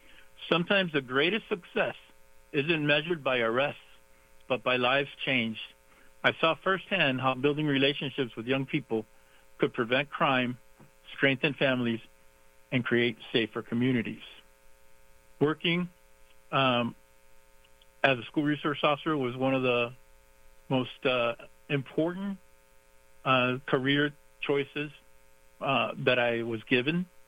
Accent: Miami, Florida, United States; also born or lived in Cuba; now in Racine County, United States; I was born in Cuba, came to America as a small child after my mother fled communism in search of freedom and a better future for our family. We settled in Miami's Little Havana, where I grew up

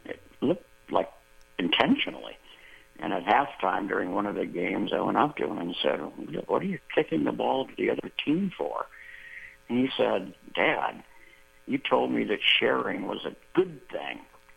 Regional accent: Minnesota, United States; born or raised there; now in Texas, United States

